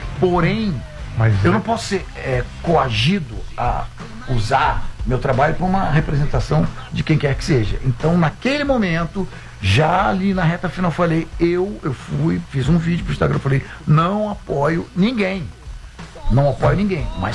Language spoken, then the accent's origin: Portuguese; Rio de Janeiro, Brazil; eu sou carioca, eu posso ser cidadão honorário